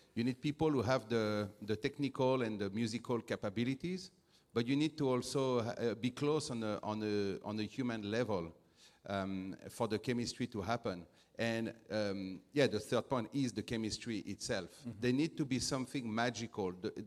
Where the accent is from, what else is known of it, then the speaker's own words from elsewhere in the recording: Fontainebleau, Île-de-France, France; Yes, I grew up in Fontainebleau, not the hotel in Florida. Fontainebleau, the town in France.